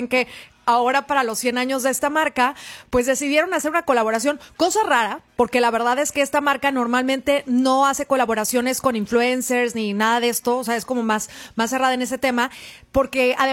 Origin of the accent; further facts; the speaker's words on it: Mexico; Es como que somos muy de aquí de México.